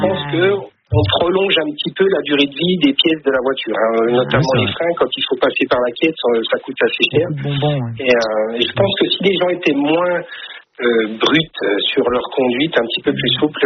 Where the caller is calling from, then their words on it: Delle, Bourgogne-Franche-Comté, France; Je vous appelle de Delle. C'est juste à côté de Belfort, en France.